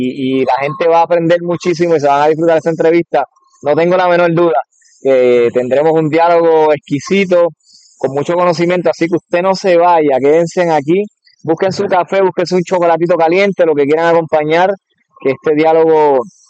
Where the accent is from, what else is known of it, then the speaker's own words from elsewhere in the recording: Toa Alta, Puerto Rico; Creo que se me olvidó decir que soy de Toa Alta.